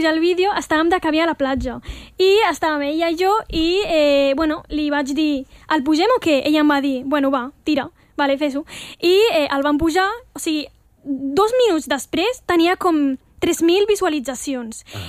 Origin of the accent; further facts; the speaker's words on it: L'Hospitalet de Llobregat, Catalonia, Spain; born there; now in Terrassa, Spain; Jo sempre dic que soc nascuda aquí. De fet, he nascut a l'Hospitalet de Llobregat, així que catalana i d'origen marroquí